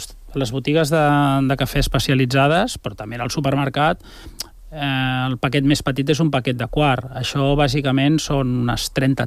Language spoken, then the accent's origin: Catalan; Barcelona, Catalonia, Spain; al meu barri, jo treballo de tota la vida al Born, els meus avis ja hi vivien i treballaven, els meus pares també, nosaltres també